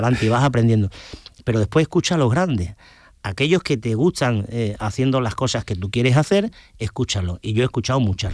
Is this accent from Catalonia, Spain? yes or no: no; Ubrique, Andalusia, Spain; born there; moved away; also born or lived in Jerez de la Frontera; Yo siempre digo que soy un gaditano con piel de ubrique